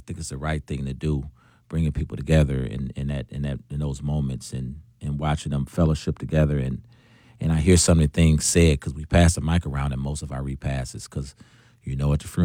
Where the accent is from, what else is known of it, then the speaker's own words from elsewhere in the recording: Milwaukee, Wisconsin, United States; And what Milwaukee, growing up in Milwaukee, has taught me